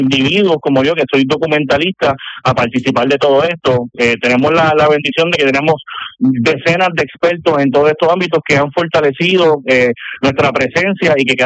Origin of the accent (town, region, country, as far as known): Puerto Rico